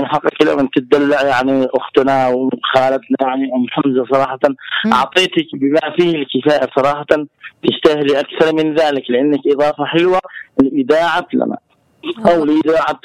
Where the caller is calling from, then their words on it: Taiz, Taiz Governorate, Yemen; بعض الكلمات العربية عندنا هنا في تعز تختلف عن عدن